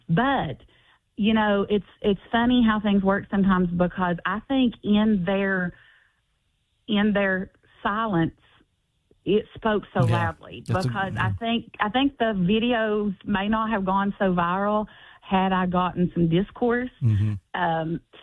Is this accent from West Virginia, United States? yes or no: yes; West Virginia, United States; I had a very, even though it was tucked in the mountains of West Virginia, and people might have, outsiders may say that I didn't have a lot of experience, I feel like I had a very rich childhood.